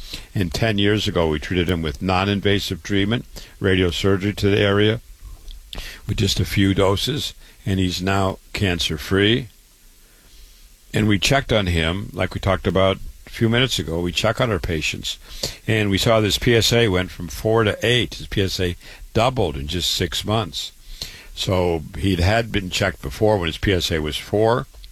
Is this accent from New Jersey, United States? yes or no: no; Waterloo, Iowa, United States; Born and raised in Waterloo, as I said, MD at 25, went on to University of Chicago